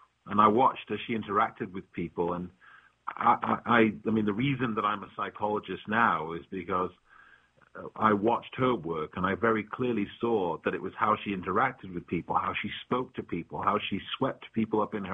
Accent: Stockport, North West England, United Kingdom; Dear coach, insert name here … I'm from Stockport, England. I'm 6'9" and black.

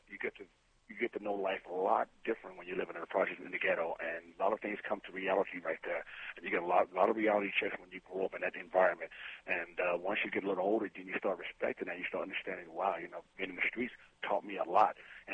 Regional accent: Dallas, Texas, United States; also born or lived in Oklahoma; I came from Dallas, Texas. I went to Oklahoma for 3 years, and I'm pretty much just a down-home country boy

